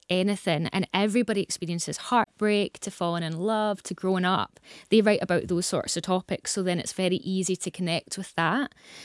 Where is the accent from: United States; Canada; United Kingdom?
United Kingdom; Scotland; being a Scottish artist trying to do country